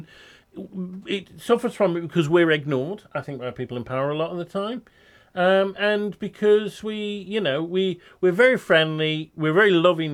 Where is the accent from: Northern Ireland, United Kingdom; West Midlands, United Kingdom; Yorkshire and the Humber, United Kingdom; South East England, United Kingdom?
West Midlands, United Kingdom; Draycott in the Moors; moved away as an adult; I grew up there on the edge of Stoke-on-Trent. And actually, although I'm not from the Black Country, in a way it feels like home, because I think our history's a bit dead similar. Working class area